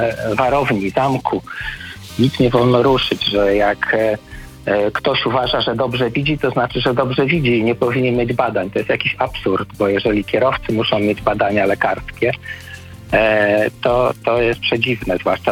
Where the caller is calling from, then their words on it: Cieszyn, Silesian Voivodeship, Poland; Mieszkam w Cieszynie